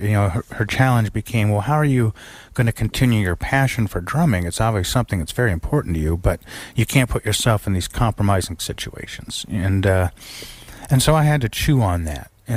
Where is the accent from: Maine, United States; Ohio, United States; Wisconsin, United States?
Ohio, United States; North Canton; moved away as an adult; also born or lived in New York; I decided to come back to Ohio. I was, you know, born and raised in Northeast Ohio in North Canton.